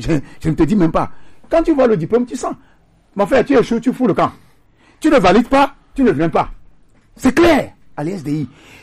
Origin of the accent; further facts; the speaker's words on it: Togo; c'est un problème sérieux chez nous au Togo.